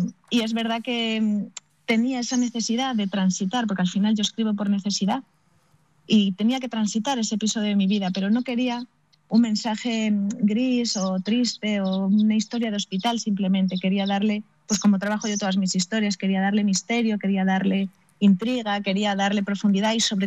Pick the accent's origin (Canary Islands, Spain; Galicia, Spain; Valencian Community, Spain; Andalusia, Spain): Galicia, Spain; now in Madrid, Spain; mis raíces gallegas, de quien vive con constante morriña, porque vivo en Madrid.